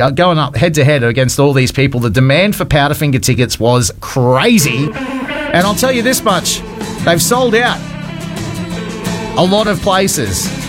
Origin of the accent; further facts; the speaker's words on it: Cairns, Queensland, Australia; my hometown of Cairns.